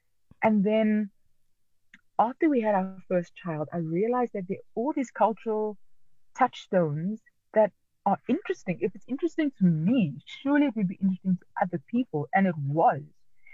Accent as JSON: {"language": "English", "town": "Cape Town", "region": "Western Cape", "country": "South Africa", "tie": "born or raised there", "said": "I come from the Cape Flats. I come from Strandfontein, which is part of Mitchell's Plain, growing up in the 80s, shielded from a lot of stuff actually by my parents."}